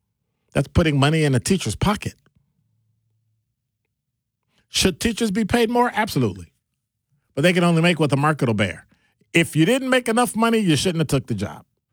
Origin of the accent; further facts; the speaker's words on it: Chicago, Illinois, United States; Just growing up in Chicago.